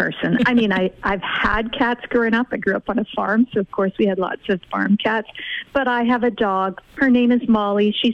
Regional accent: Quesnel, British Columbia, Canada; I grew up in Quesnel. I love it.

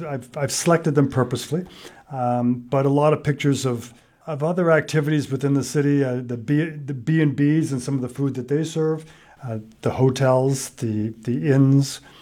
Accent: Stratford, Ontario, Canada; Stratford's my hometown, and my wife and I are both from here

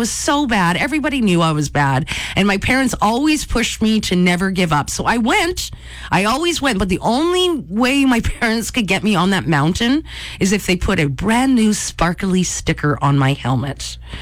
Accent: Vernon, British Columbia, Canada; I grew up in Vernon, BC at Silver Star Mountain.

